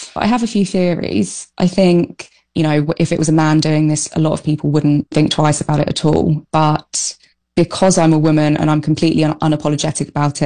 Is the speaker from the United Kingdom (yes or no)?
yes; London, United Kingdom; moved away as an adult; now in Delhi, India; growing up in London